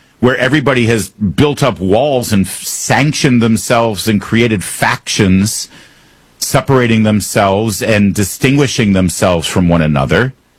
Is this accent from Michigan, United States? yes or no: yes; Michigan, United States